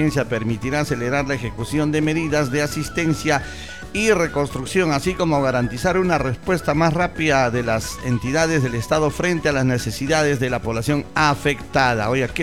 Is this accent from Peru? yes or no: yes; Selva Central, Peru; sobre todo los que somos de Selva Central.